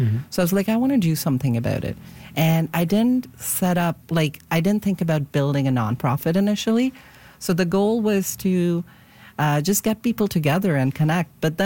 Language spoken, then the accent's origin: English; India; moved away as an adult; now in Vancouver, Canada